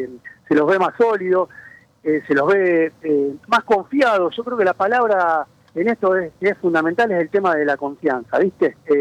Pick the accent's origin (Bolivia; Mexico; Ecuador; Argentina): Argentina; Cafferata, Santa Fe; Todo tranquilo, recién he llegado al pueblo, mi pueblo querido, Caferata.